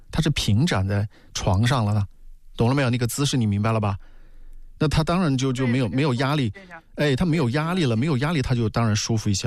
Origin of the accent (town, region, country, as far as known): China